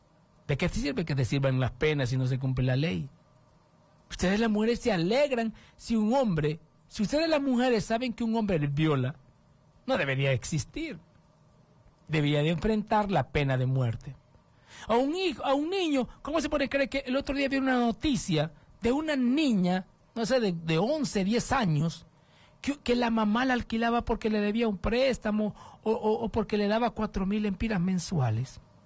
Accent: Honduras

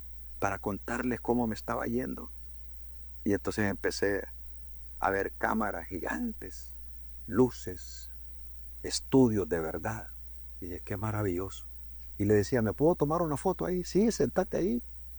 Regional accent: Choluteca, Honduras; moved away as an adult; now in Tegucigalpa, Honduras; Cuando de niño en Choluteca soñé con esto

